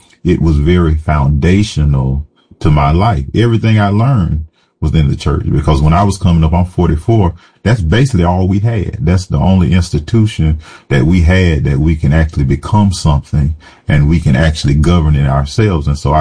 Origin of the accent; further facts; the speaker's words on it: Rock Hill, South Carolina, United States; accent: Southern; now in New Haven, United States; My childhood, it was in Rock Hill, South Carolina. It was a very humble beginning, country boy at heart. And so I grew up in a community where we had our own farm.